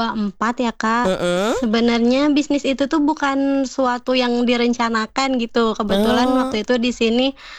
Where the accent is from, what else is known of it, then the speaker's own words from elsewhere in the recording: Bandung, West Java, Indonesia; Aku asli Bandung